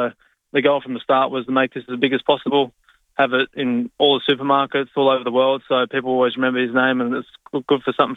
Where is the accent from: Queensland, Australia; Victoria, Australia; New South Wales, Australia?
New South Wales, Australia; Dubbo; I'm from Dubbo